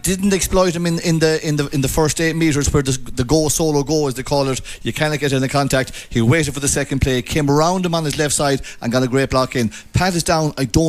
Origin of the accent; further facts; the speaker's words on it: Connacht, Ireland; but look, we're from Mayo. We've all seen a bit of breeze before.